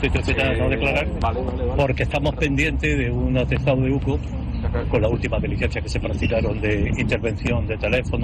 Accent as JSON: {"language": "Spanish", "town": "Granada", "region": "Andalusia", "country": "Spain", "said": "le recuerdo a todos que soy de Granada y estamos en fiestas, ¿no?"}